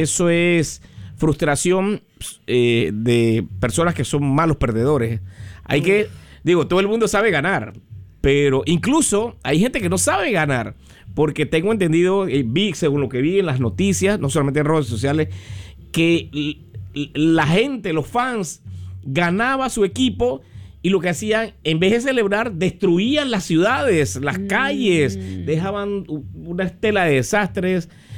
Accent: Panama; Porque soy panameño.

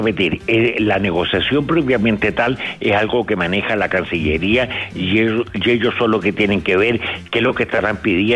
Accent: Chile; mi aspiración como chileno es que obviamente ese tratado se respete y se cumpla

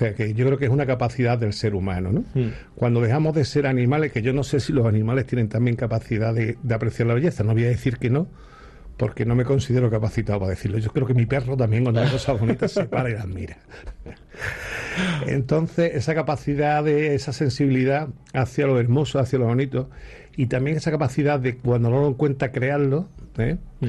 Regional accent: Andalusia, Spain; Nosotros, como andaluces que somos y donde vivimos, tenemos la suerte de que nuestra tierra ha sido una tierra de grandes poetas.

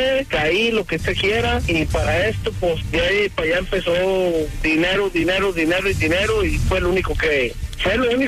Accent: Aguascalientes, Mexico; de donde yo vengo y Aguascalientes

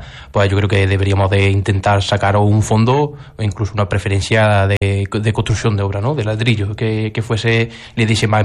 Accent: Lucena, Andalusia, Spain; yo desde chico pues he estado siempre animando al equipo de mi pueblo

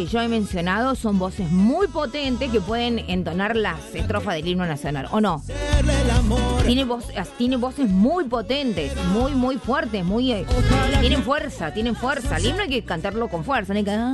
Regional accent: Córdoba, Argentina; Como cordobesa, digo, no sé, como argentina, porque a lo mejor, qué sé yo, las chicas son re famosas en otras provincias, pero acá en Córdoba, viste cómo somos.

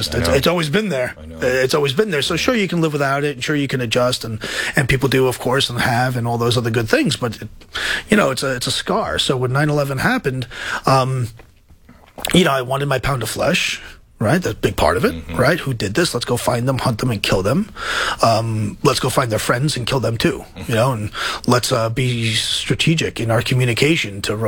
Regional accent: New York City, New York, United States; I'm a New Yorker. I'm from Queens.

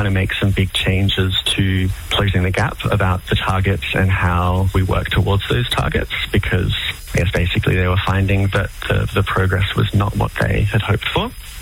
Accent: Canberra, Australian Capital Territory, Australia; born or raised there

